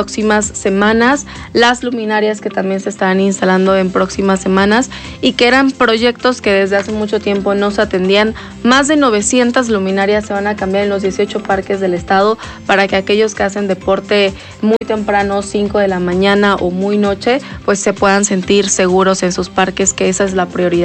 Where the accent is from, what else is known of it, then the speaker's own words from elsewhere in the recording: Puebla, Mexico; porque los parques son de nosotros como poblanos.